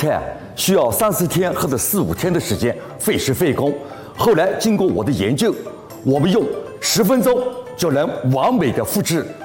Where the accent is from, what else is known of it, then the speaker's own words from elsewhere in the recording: Nanjing, Jiangsu, China; 因为我来自于南京啊